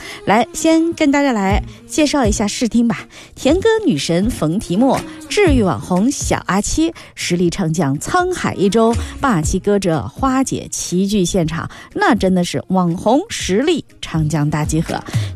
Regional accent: Nanjing, Jiangsu, China; 说到我们南京人吃龙虾呢，其实还有一种吃法，那就是开上一个车，哎，然后到我们南京的隔壁盱眙去吃龙虾，这真的是有传统了。因为我们南京开到盱眙呢，也就一个半小时，

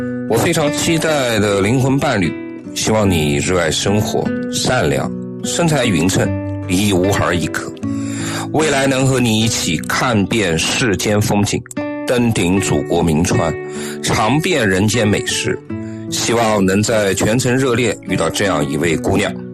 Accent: Nanjing, Jiangsu, China; 我是本期的男嘉宾，78年出生，本科学历，土生土长的南京人，目前也在南京定居。

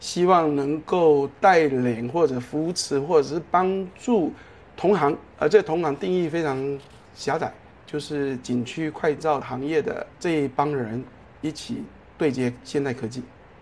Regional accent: Taiwan; 虽然我们小时候在台湾学过朱自清的背影的这个，我那边还带了2本台湾版的繁体版的那个他的散文集

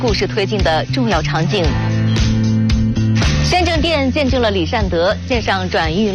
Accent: Xiangyang, Hubei, China; 襄阳自古以来就是这个南北交汇之地啊，我们襄阳人既有北方人的豪迈坦荡，也有南方人的温润细腻啊

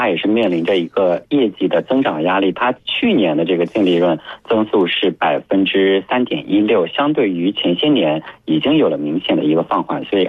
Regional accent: China; 我们中国人

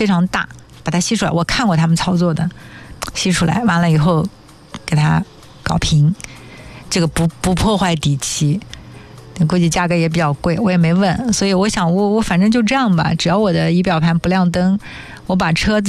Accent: China; 作为中国人也特别的骄傲

